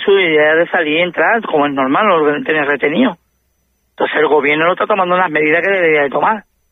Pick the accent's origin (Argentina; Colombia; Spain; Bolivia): Spain; Ceuta; nosotros somos hijos de Ceuta, españoles, caballas de pura cepa, tengamos cada uno la religión que tengamos